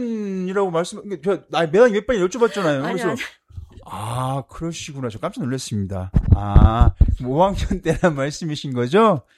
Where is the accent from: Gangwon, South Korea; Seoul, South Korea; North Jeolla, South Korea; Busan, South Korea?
North Jeolla, South Korea; Namwon; moved away as an adult; also born or lived in Gwangju; 저는 고향이 남원인데, 네. 직장 생활을 처음 한 데가 광주거든요. 아. 용봉동에 살았어요.